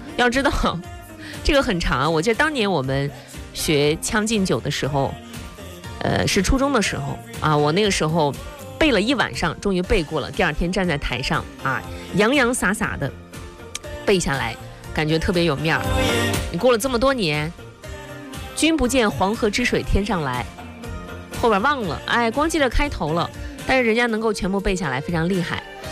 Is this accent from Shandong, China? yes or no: yes; Jinan, Shandong, China; 而清照泉城明水古城作为我的家乡，我从小也是喝着百脉泉水长大的，